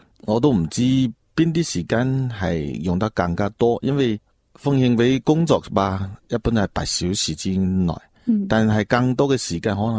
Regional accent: Guangdong, China; 我自细到大生于岭南，长于岭南，喺一片山水土地培育咗我，所见所闻都系岭南嘅嘢最多。甚至从细到大好少去其他地方。

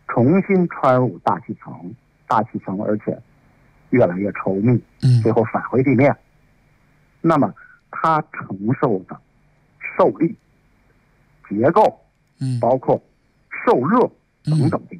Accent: China; 那我们中国人尝试了第三种技术路径

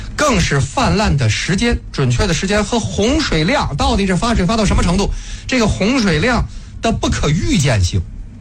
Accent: China; 我觉得我们中国人的历史视角一定程度上就是一个水利工程的视角。

